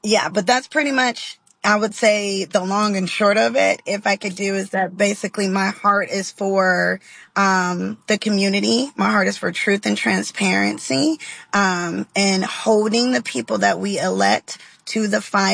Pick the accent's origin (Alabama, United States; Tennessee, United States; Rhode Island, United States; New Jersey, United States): Alabama, United States; I was raised in the South in Alabama, Roll Tide. I was raised in a very Christian home.